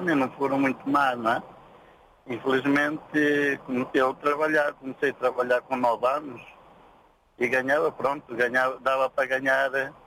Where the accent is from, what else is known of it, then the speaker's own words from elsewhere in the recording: Mozambique; Sou moçambicano.